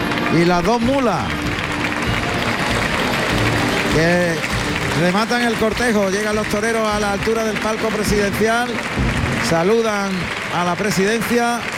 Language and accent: Spanish; Spain; Claro que sí, hombre, somos españoles.